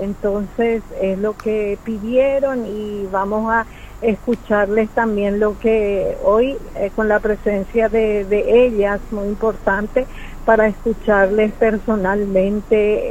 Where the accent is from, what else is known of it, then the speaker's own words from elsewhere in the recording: Unión, San Pedro, Paraguay; Específicamente Unión, que es mi ciudad natal